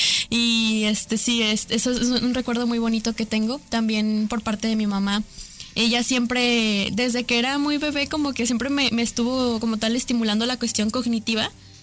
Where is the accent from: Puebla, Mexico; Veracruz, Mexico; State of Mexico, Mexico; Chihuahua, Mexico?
Veracruz, Mexico; Tantoyuca; soy estudiante de Bachillerato Oriente, nací en Tantoyuca, Veracruz